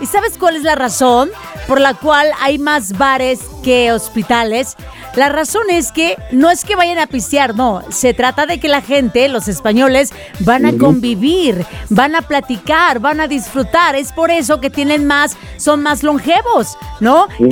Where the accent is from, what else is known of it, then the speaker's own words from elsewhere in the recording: Sinaloa, Mexico; aguachiles en mi tierra. Allá en Sinaloa es increíble.